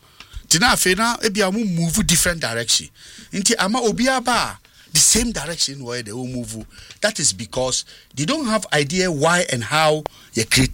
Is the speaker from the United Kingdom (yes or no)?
no; Ghana; because we are Ghanaian.